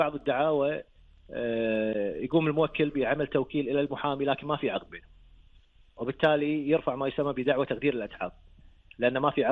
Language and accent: Arabic; Kuwait; اليوم عندنا بالكويت